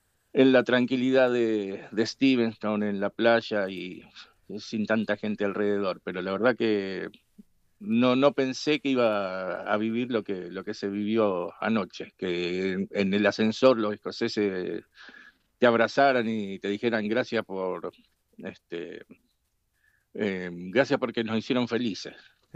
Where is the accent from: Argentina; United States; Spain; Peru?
Argentina; Rosario, Santa Fe; moved away; yo soy de Rosario y de Barrio Belgrano